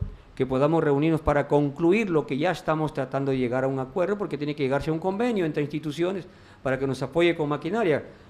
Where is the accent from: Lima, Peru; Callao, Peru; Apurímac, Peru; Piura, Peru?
Piura, Peru; Tambogrande